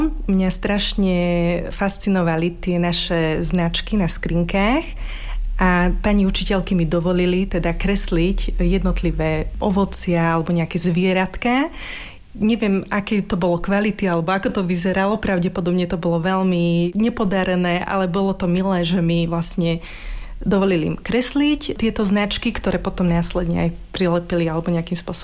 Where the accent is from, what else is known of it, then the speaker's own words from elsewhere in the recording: Lučenec, Banská Bystrica Region, Slovakia; Vyrastala som v Lučenci a moje detstvo vlastne som prežívala v centre mesta, kde som chodila do škôlky